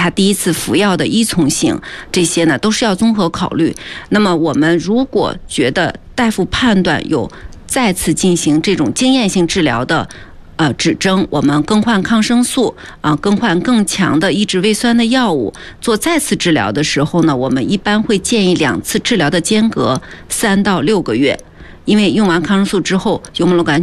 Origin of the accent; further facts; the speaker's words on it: China; 尤其是我们中国人的